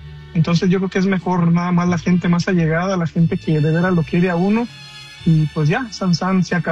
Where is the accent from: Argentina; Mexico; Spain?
Mexico; Aguascalientes; now in Indiana, United States; Bueno, yo estoy aquí en Indiana. Yo soy de Aguascalientes.